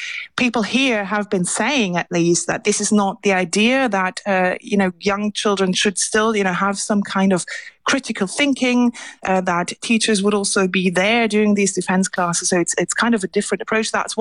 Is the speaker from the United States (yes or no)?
no; Germany; English is a second language; my home country, Germany, the spirit there is certainly quite different.